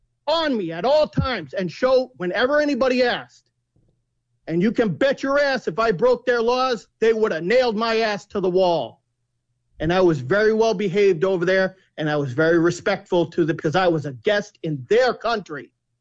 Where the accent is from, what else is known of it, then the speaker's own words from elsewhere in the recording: Cape Cod, Massachusetts, United States; I'm born and raised on Cape Cod.